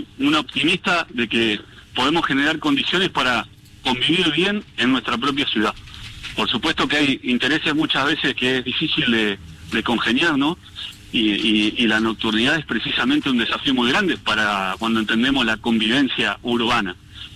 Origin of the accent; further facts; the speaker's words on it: Santa Fe, Argentina; yo como santafesino, como orgulloso santafesino, vecino de mi barrio del Centenario